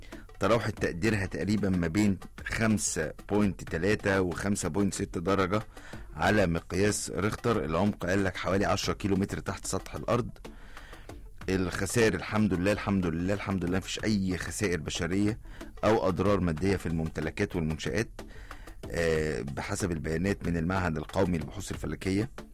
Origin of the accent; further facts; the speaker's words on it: Egypt; احنا دايما كمصريين